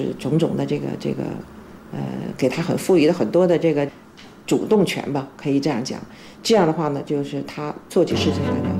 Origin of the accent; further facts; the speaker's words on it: China; 我们中国人